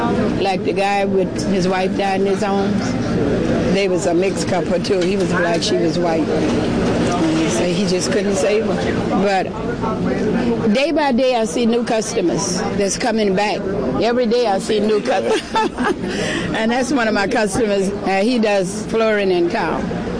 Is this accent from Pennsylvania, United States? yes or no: no; New Orleans, Louisiana, United States; I was born in New Orleans, went to school, that's my roots, I have to go home.